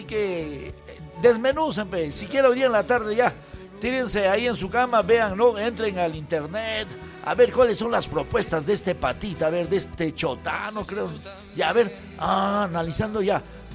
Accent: Peru; Al final todos somos peruanos.

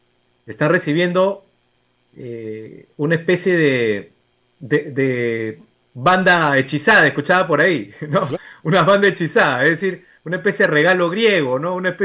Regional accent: Peru; nosotros como peruanos queremos un país que avance para nuestros hijos.

